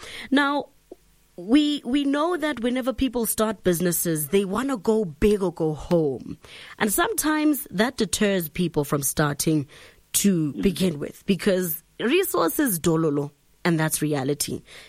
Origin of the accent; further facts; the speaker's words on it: Mentz, Limpopo, South Africa; from Mentz, completing my matric at the end of this year.